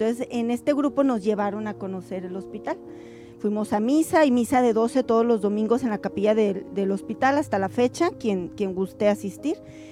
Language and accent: Spanish; Guadalajara, Jalisco, Mexico; soy no, de Guadalajara, de la parroquia de San Pedro Tlaquepaque.